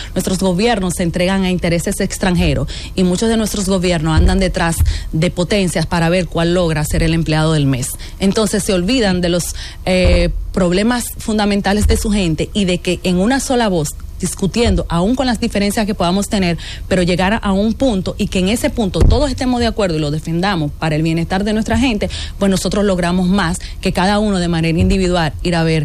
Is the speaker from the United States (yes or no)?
no; Dominican Republic; cómo podemos nosotros como dominicanos y como región poder integrarnos